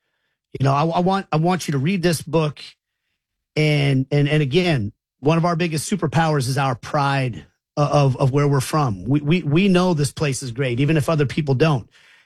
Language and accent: English; Kansas City, United States; My hometown matters a lot to me, and the game of soccer matters a lot to me. And I want people from Kansas City to at the end of this World Cup say, man, that was a ride.